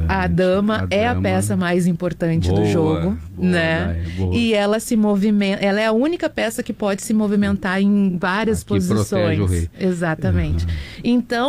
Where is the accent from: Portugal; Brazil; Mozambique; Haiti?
Brazil; Alvorada, Rio Grande do Sul; Eu sou de Alvorada.